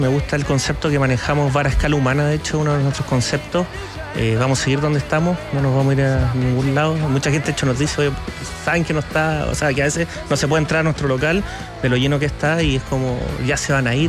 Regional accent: Santiago, Santiago Metropolitan Region, Chile; Yo soy nacido y criado en San Miguel. Vivo a 8 cuadras.

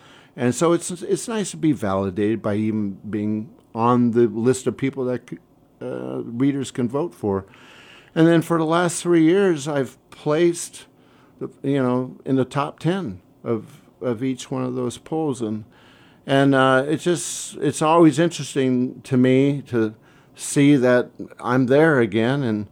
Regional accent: Los Angeles, California, United States; I grew up in Los Angeles

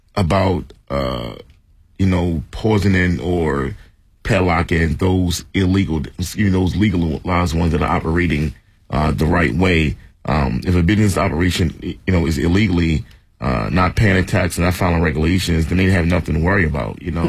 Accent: Baltimore, Maryland, United States; me, myself, born and raised in East Baltimore and growing up in certain environments

